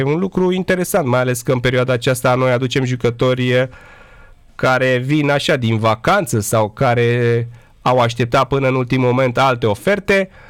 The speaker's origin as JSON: {"language": "Romanian", "country": "Romania"}